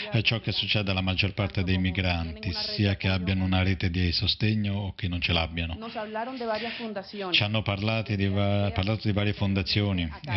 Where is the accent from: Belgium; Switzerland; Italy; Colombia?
Colombia; moved away as an adult; sono colombiano, 48 anni. Sono arrivata 3 anni fa lasciando la mia famiglia e mio figlio